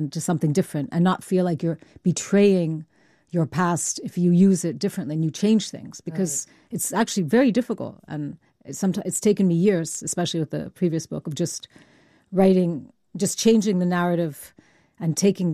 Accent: Mexico; now in United Kingdom; actually, I feel more British Mexican. Mm-hmm. I've lived here longer than anywhere else. And apart from my accent, it's very much the English that I use.

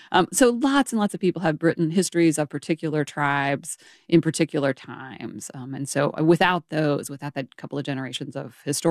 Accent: Arkansas, United States; So I think growing up in Arkansas, I had really great history teachers, and I learned a lot about the history of Black and white in Arkansas

